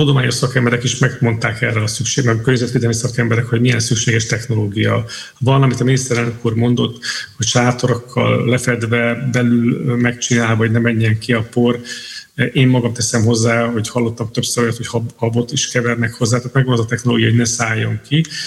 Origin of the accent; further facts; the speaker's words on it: Szombathely, Vas, Hungary; én azt mondom szombathelyiként is